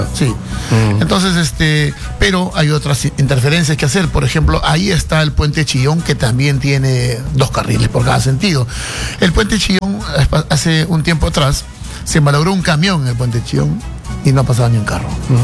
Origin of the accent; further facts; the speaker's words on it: Lima, Peru; born there; Toda mi familia nacimos en Lima.